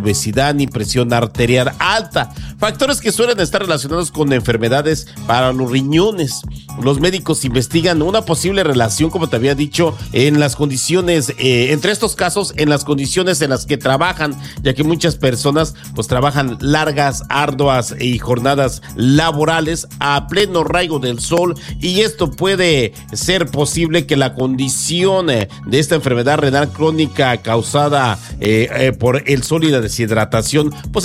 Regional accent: Mexico; nosotros como mexicanos nos sentimos orgullosos

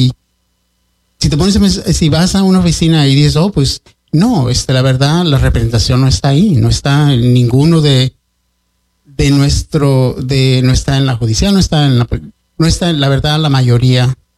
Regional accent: Royal City, Washington, United States; now in Pasco, United States; yo crecí en Royal City, que es un pueblo agricultor.

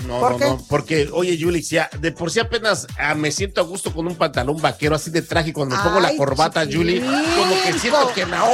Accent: Mexico; nosotros en México celebramos nuestra independencia

